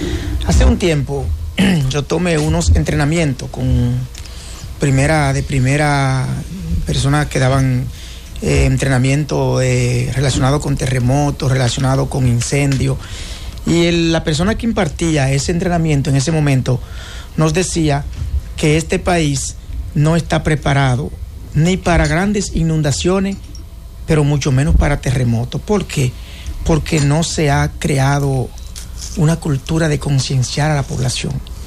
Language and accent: Spanish; Dominican Republic; Nosotros como dominicanos nos sentimos muy acongojados.